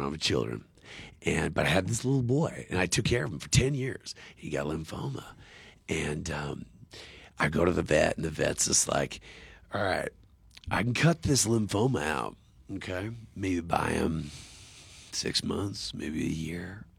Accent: Oregon, United States; I'm from Oregon, so I could deal with the rain.

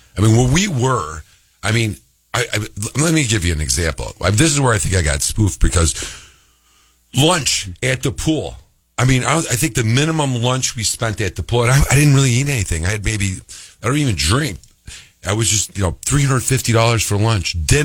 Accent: Rochester, New York, United States; She goes, where are you from? I go, Rochester, New York.

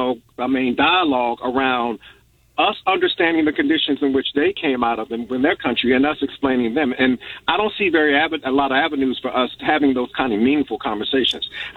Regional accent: United States; Part of what we have to do as African Americans, as Black folk here in this country

